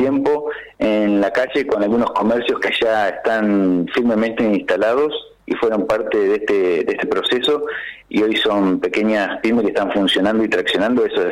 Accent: General Roca, Río Negro, Argentina; Exactamente, yo soy de General Roca.

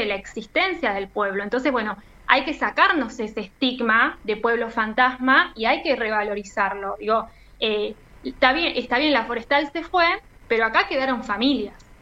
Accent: Tartagal, Salta, Argentina; born there; now in Reconquista, Argentina; yo soy nacida en Tartagal, provincia de Salta, en realidad. Sí. Entonces, bueno, los caminos de la vida me terminan ubicando en el norte de Santa Fe.

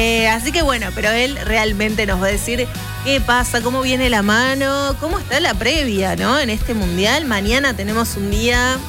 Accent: Argentina

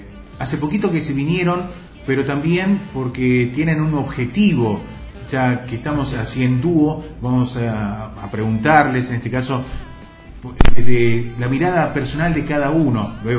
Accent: General Roca, Río Negro, Argentina; también son roquenses al igual que yo, somos patagónicos

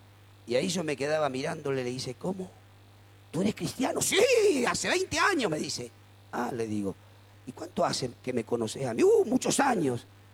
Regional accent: Quilmes, Buenos Aires Province, Argentina; abuelos españoles y abuelos italianos. Vinieron directamente a Quilmes, aquí en Quilmes nací, aquí me crié, conocí a todo el mundo

